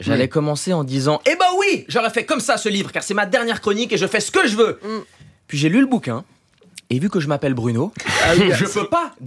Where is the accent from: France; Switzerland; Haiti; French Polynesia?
Switzerland; Non, en plus, moi, j'ai grandi en Suisse, donc la majorité du pays, elle est germanophone